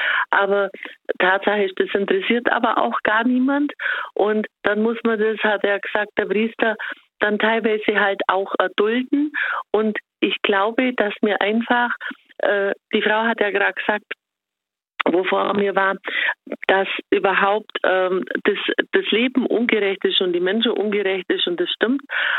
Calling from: Bavaria, Germany; Ich bin aus Bayern, Deutschland.

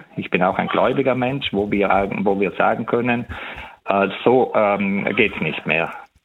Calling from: Trentino-Alto Adige, Italy; Ich bin ein Südtiroler, also nicht so weit weg.

